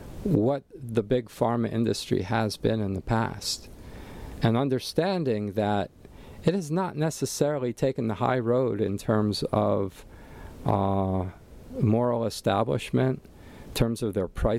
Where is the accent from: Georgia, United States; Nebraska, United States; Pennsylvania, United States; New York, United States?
Pennsylvania, United States; Allentown; But my hometown area back in Allentown, Pennsylvania, where I grew up